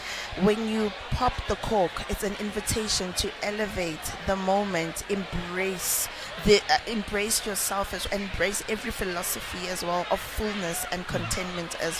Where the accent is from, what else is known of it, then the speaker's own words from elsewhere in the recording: Pretoria, Gauteng, South Africa; I'm a Pretorian girl, mm-hmm. born and bred in Mamelodi.